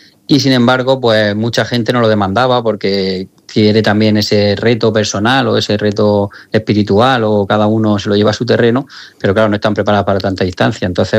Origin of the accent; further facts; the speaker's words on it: Murcia, Region of Murcia, Spain; Pues mira, yo que soy de aquí de Murcia, pienso exactamente igual que tú.